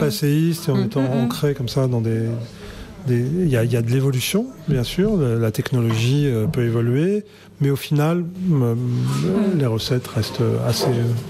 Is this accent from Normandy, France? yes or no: yes; Normandy, France; j'ai été élevé en Normandie, donc le fromage fait partie aussi de ma vie.